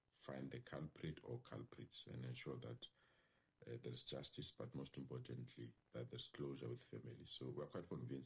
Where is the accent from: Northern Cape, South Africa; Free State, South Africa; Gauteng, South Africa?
Gauteng, South Africa; Tembisa; I mean, I grew up in Tembisa. I know Captain Park very well.